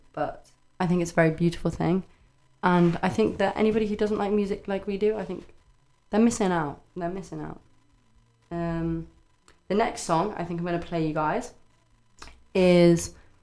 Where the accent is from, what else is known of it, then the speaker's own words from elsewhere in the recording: Ireland; I am Irish, both my parents are Irish, and I think it really brought out kind of that side of me